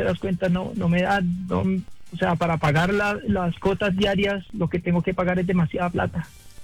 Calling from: Bogotá, Colombia; Sí, señor, yo vivo en Bogotá, Pontibón.

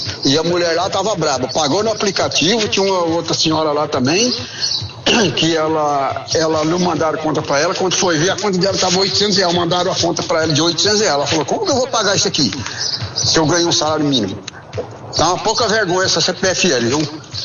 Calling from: Brazil; eu sou aqui do Jardim do Morazinho

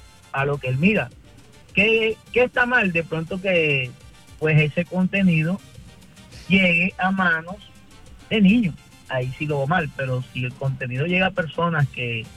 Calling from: Barranquilla, Atlántico, Colombia; me llamo de Barranquilla, Barranquilla Atlántico.

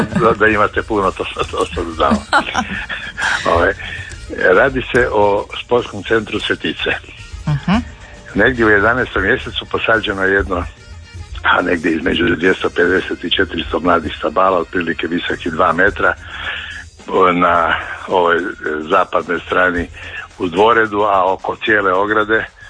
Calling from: Zagreb, City of Zagreb, Croatia; Ja sam otišao nešto iz Zagreba, vratio sam se u Zagreb

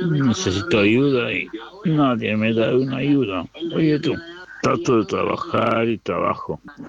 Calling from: Longchamps, Buenos Aires Province, Argentina; de Lonchán.

